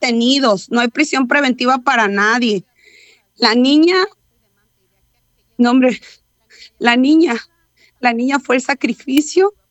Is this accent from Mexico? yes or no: yes; Mante, Tamaulipas, Mexico; yo no soy de Madero, yo soy de Mante